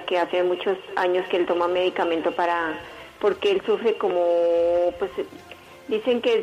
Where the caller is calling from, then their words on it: Bogotá, Bogotá Capital District, Colombia; De acá de Bogotá.